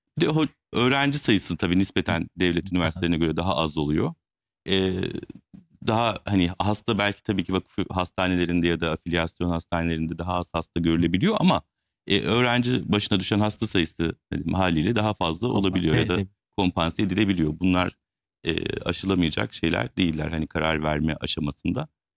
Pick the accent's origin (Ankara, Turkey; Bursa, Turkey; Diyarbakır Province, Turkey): Ankara, Turkey; now in Istanbul, Turkey; Hepimiz Ankara'da yetiştik. Ankara kökenli hocalarız